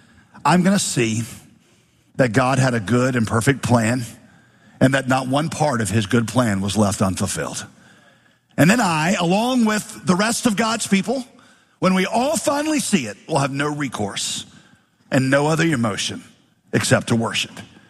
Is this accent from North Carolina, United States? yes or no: yes; Winston-Salem, North Carolina, United States; Now, some of you might know, I grew up in Winston-Salem. That was my home city.